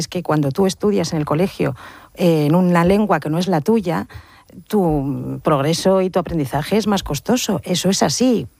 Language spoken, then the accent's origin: Spanish; Basque Country, Spain; Y a mí y luego yo como vasca pues estoy muy preocupada por los escandalizada por los resultados en el País Vasco.